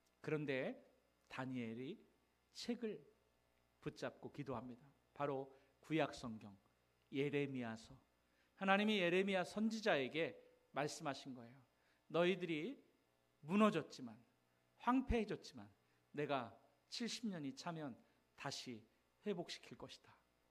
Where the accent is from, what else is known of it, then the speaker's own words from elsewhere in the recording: Chungcheong, South Korea; 저희 고향에 계룡산이 있거든요. 대전 유성 그쪽에